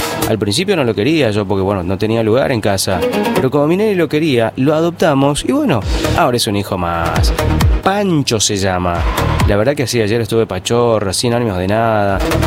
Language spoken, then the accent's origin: Spanish; Argentina; Somos argentinos